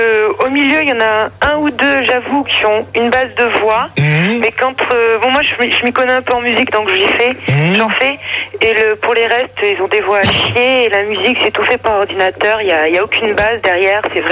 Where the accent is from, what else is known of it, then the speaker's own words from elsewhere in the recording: Toulouse, Occitanie, France; Toulouse.